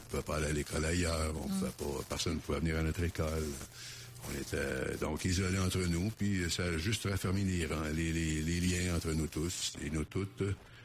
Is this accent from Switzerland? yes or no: no; Wendake, Quebec, Canada; Je suis né à Wendake, plus sur l'ancienne réserve des 40 arpents à Castorville. Ouais. Mais j'ai toujours demeuré à Wendake. Oui, forcément ma jeunesse, mon enfance ici, puis entre les deux communautés, les 40 arpents puis Wendake.